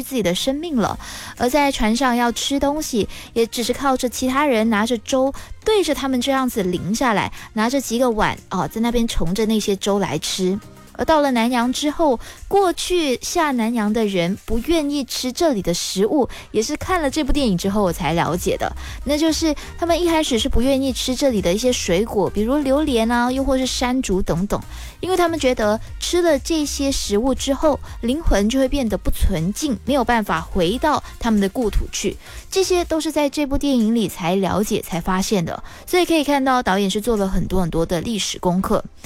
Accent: Malaysia; 而作为马来西亚人，我从小到大的身份认同都是马来西亚人，从来就没有想过寻根啊，又或是身份认同这件事，我没有质疑过自己的身份，也从小就认为自己就是生长在这片土地的人

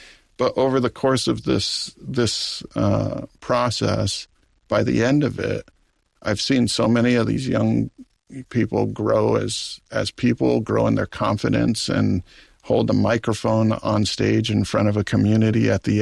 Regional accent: Maui, Hawaii, United States; born or raised there

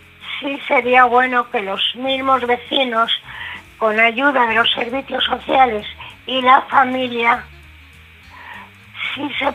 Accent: Santander, Cantabria, Spain; Todos sitios son buenos, pero los de Santander somos de Santander.

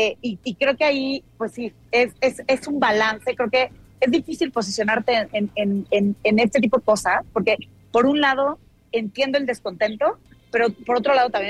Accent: Mexico City, Mexico; yo que soy originaria de la Ciudad de México

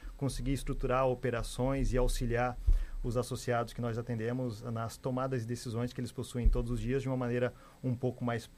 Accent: Joinville, Santa Catarina, Brazil; sou joinvilense nato, né? Nascido e criado aqui em Joinville.

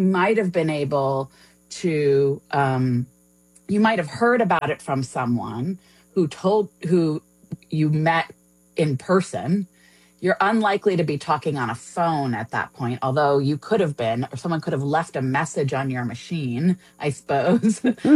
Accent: New York City, New York, United States; now in Chicago, United States; So I grew up in New York City, not far from the Stonewall Inn. I now live in Chicago

